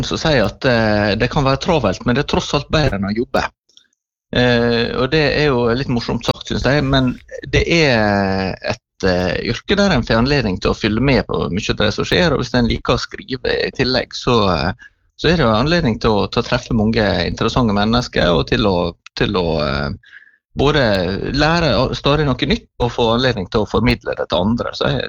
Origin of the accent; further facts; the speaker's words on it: Møre og Romsdal, Norway; moved away as an adult; now in Sotra, Bergen, Norway; Jeg jo egentlig remeværing, så jeg har vokst opp I Trærøy og bodde der til, ja, jeg var ferdig på videregående, og det synes jeg ikke så lenge siden, men det visst 25 år. Så nå jeg bodd I Bergen oppe på Sotra